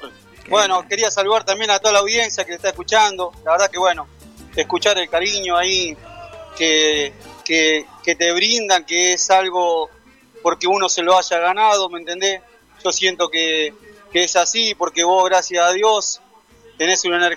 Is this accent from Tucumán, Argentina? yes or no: no; Carcarañá, Santa Fe, Argentina; Soy un agradecido de estar en lo que es mi ciudad. Estoy muy feliz, me siento muy feliz siempre en mi ciudad, en mi en mi pueblo, en mi barrio. Aprovecho a saludar a mi barrio Las Flores.